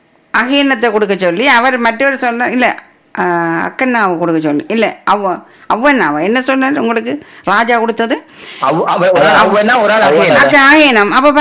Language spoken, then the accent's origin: Tamil; Sri Lanka; moved away; எங்களுடைய தாயகத்தின்